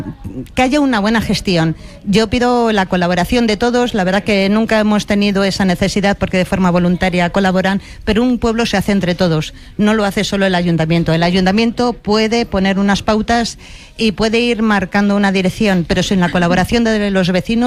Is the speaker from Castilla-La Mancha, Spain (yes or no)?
no; Gomecello, Castile and León, Spain; yo estoy muy orgullosa de mi pueblo y de mis vecinos, que ellos son los que hacen que Gomecello sea un gran pueblo.